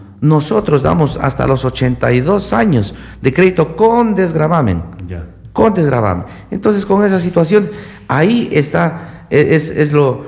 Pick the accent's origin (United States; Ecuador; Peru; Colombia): Ecuador; Catamayo, Loja; yo soy de Catamayo.